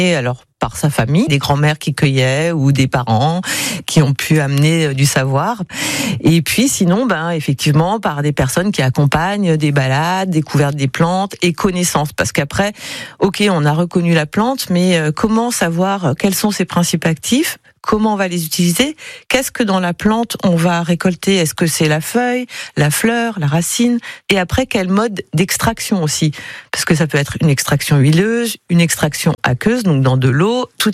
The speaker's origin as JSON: {"language": "French", "region": "Auvergne-Rhône-Alpes", "country": "France", "said": "chez nous, en Dromardèche"}